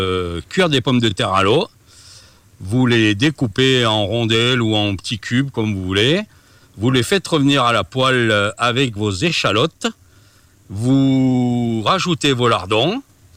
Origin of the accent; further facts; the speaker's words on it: Clermont-Ferrand, Auvergne-Rhône-Alpes, France; moved away as an adult; now in Sancy, France; Je suis de Clermont-Ferrand. Et je suis dans le Sancy depuis 13 ans, où j'ai attaqué des saisons à Superbès, à Besse